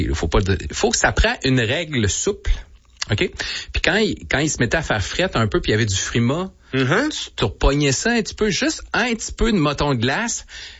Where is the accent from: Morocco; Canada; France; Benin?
Canada; Saint-Apollinaire, Quebec; je suis natif de Saint-Apollinaire et ma route du Cap, il y avait un bout où à chaque printemps